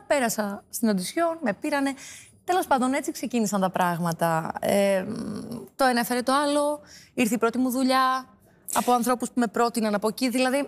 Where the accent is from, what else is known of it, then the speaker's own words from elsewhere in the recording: Drama, Eastern Macedonia and Thrace, Greece; now in Athens, Greece; όταν έφυγα από τη Δράμα, είπα ότι κατεβαίνω στην Αθήνα να τραγουδήσω με τον